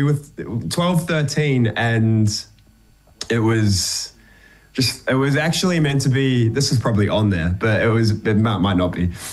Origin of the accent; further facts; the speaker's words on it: New Zealand; accent: New Zealand; moved away as an adult; now in Australia; the longer I'm here, the more I've regressed back into my New Zealand accent.